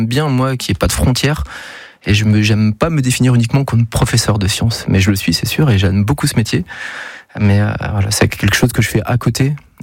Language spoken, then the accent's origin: French; Monistrol-sur-Loire, Auvergne-Rhône-Alpes, France; moved away as an adult; also born or lived in Saint-Étienne / Paris region; J'ai pas grandi à Saint-Étienne. Hein. J'ai grandi à Monistrol-sur-Loire. Mais j'y ai fait mes études.